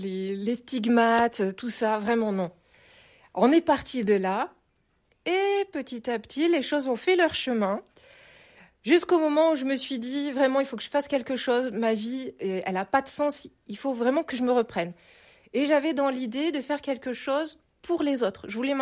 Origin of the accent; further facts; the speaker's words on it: Valence, Auvergne-Rhône-Alpes, France; born there; now in Nevers, France; Je suis née à Valence, dans la Drôme. Voilà, je suis venue ici, à Nevers, en tant que missionnaire laïque.